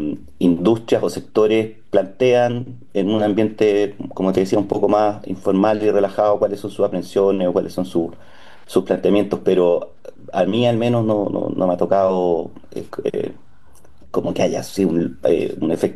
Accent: Chile; sino que somos dos chilenos medios perdidos, oye, ¿cómo se toma el taxi?

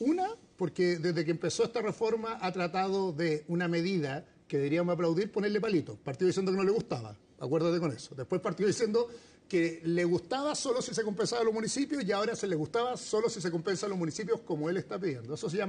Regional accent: Santiago, Santiago Metropolitan Region, Chile; Yo me crié en Las Condes, en la Colón 9000.

